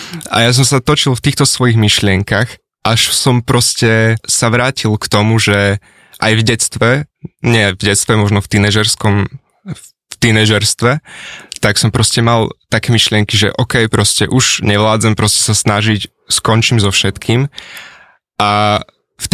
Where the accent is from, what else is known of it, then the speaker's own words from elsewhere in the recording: Bardejov, Prešov Region, Slovakia; now in Bratislava, Slovakia; Ja som sa neskôr presťahoval do Bratislavy a nie som pôvodne z Bratislavy, som z Bardejova. Pozdravujem Bardejov